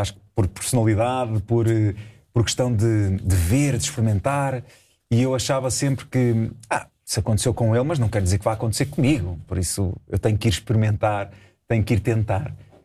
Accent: Caldas da Rainha, Centro, Portugal; also born or lived in Lisbon; Eu nasci em Lisboa até aos meus 3 anos. Vivi com os meus pais até aí. Depois os meus pais separaram-se e eu fui viver para as Caldas.

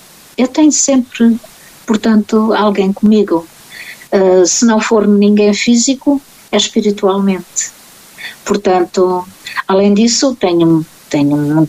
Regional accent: Alentejo, Portugal; accent: Alentejo; Também já não tenho o sotaque genuíno do nosso Alentejo. Já não é o genuíno. Mas tem coisas que as pessoas acham que são diferentes, não é? E percebem perfeitamente que eu não sou daqui, não é?

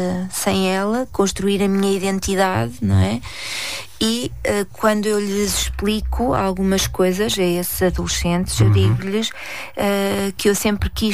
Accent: Portugal; sou portuguesa.

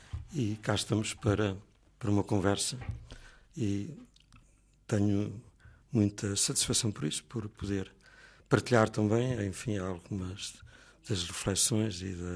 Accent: Souto da Casa, Castelo Branco, Portugal; Mas o meu tempo é essencialmente passado na minha aldeia, no Souto da Casa, uma terra bonita, porque tem umas vistas magníficas

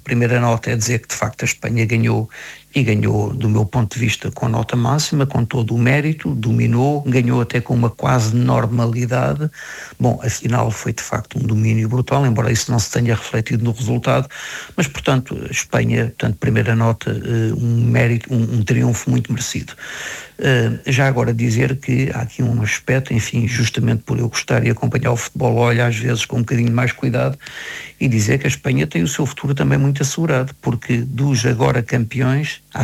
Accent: Lisbon, Portugal; now in Braga, Portugal; Eu sou nado em Braga, de facto, não sou criado em Braga, eu cresci em Lisboa, mas voltei para Braga e vivo aqui há muitos anos

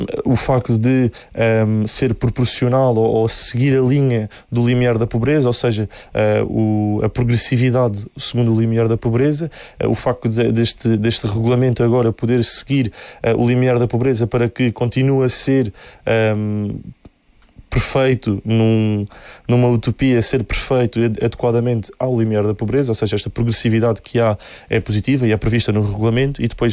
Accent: Algarve, Portugal; Isto para nós que somos algarvios e conhecemos bem o nosso território, sabemos que é irreal e que não pode acontecer.

